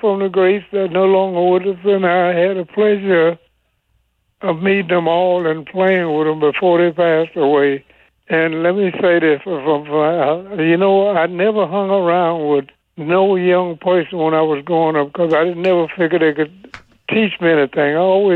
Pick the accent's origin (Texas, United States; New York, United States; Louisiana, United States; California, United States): Louisiana, United States; You know, I'm from Louisiana.